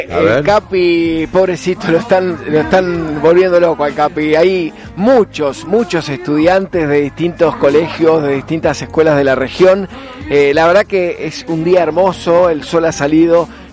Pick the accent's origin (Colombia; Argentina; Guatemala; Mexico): Argentina; Santa Fe; uno como santafesino también se enorgullece de esto